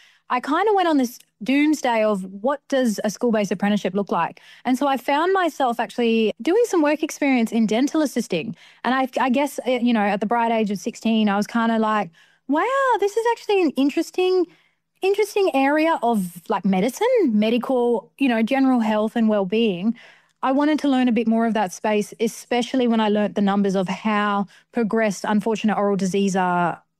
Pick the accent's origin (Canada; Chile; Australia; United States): Australia; Darwin, Northern Territory; moved away as an adult; now in Adelaide, Australia; Yeah, so I was born and raised up in Darwin for majority of my life until I made my travels down to Kaurna country in Adelaide to start my studying journey a little bit more.